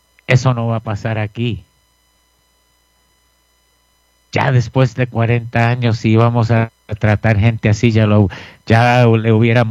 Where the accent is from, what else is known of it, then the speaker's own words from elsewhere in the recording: Puerto Rico; somos nosotros, los boricuas.